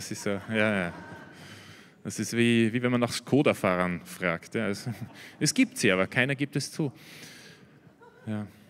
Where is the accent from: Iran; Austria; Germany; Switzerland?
Austria; Also ich komme aus Österreich